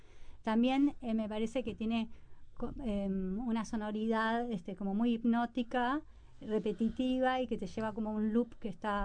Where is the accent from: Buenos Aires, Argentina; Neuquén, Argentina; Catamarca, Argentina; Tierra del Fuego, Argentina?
Buenos Aires, Argentina; yo me crié en Buenos Aires, y entonces en Buenos Aires aprendí a bailar tango